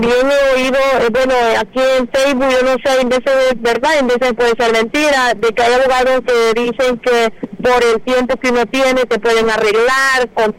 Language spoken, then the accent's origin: Spanish; El Salvador